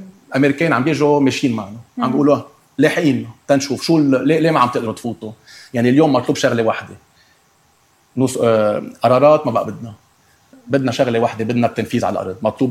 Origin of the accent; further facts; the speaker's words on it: Lebanon; نحن كلبنانيين